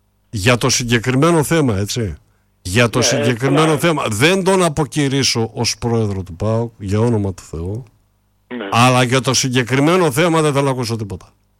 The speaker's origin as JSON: {"language": "Greek", "region": "Istanbul", "country": "Turkey", "moved": "yes", "lives_now": "Greece", "said": "Εγώ είμαι από την Κωνσταντινούπολη, κύριε μου."}